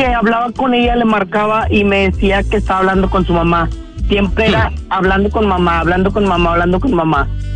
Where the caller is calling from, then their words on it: Monterrey, Nuevo León, Mexico; Desde el aeropuerto de Monterrey.